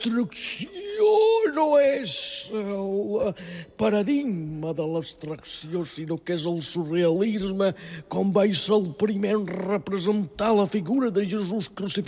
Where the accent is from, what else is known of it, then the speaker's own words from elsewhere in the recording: Catalonia, Spain; Em pot parlar català perquè jo sóc català de tota la vida.